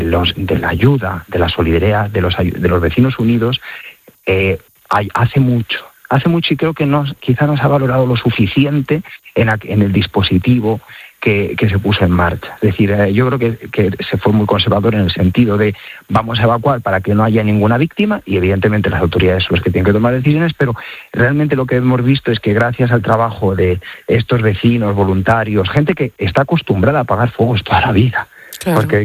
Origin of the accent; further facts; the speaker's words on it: Las Navas del Marqués, Castile and León, Spain; now in Cebreros, Spain; Llevo un año de párroco en Cebreros. Pero yo soy de la zona, yo soy de las Navas del Marqués.